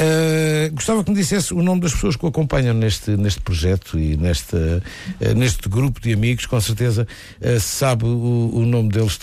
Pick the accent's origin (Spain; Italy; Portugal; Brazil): Portugal; Seda, Alentejo; eu sou de Seda, mas no concelho de Alter do Chão, eu costumo dizer na terra mais fina de Portugal